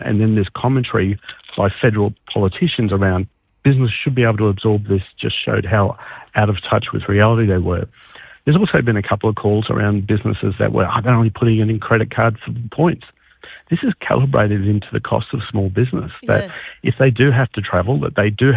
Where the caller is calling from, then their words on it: Canberra, Australian Capital Territory, Australia; Good morning, Katie. I'm calling in from Canberra.